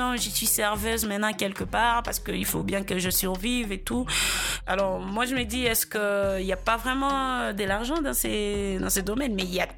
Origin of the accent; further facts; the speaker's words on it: Goma, North Kivu, DR Congo; ici chez nous, à Goma